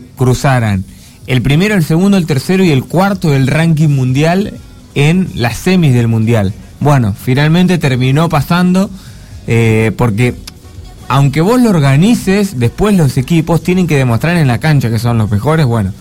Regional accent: Argentina; nosotros somos argentinos

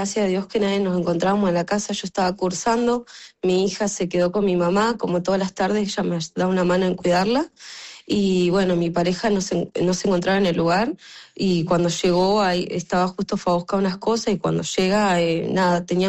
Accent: Corrientes, Argentina; now in Trelew, Argentina; Soy de Corrientes, pero vivo hace muchos años acá.

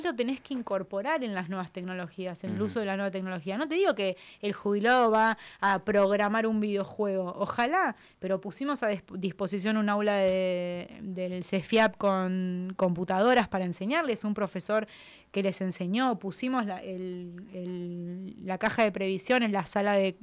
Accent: Argentina; now in Santa Cruz, Argentina; Voy a hablar como ciudadana argentina.

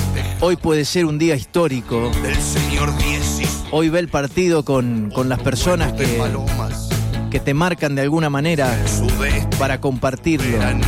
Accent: Argentina; Pero nosotros somos Argentina, viejo.

